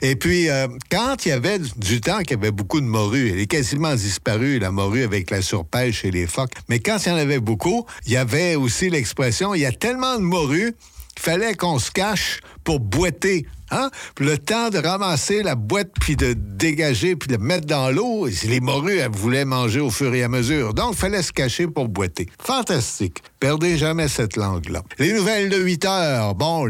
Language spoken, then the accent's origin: French; Quebec, Canada; accent: Québécois; Moi, j'ai un accent québécois.